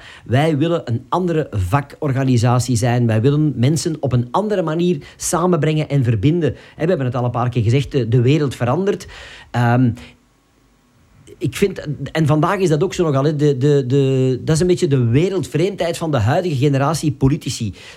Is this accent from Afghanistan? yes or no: no; Turnhout, Flanders, Belgium; Absoluut, ja, ik ben van Turnhout afkomstig. Als je vraagt Turnhout is al bekend van de speelkaarten, maar ook van Soudal.